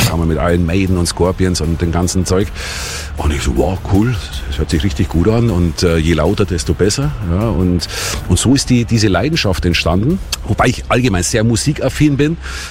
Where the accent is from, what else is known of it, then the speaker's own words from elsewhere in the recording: Bavaria, Germany; Ja gut, du musst wissen, ich bin in Bayern aufgewachsen.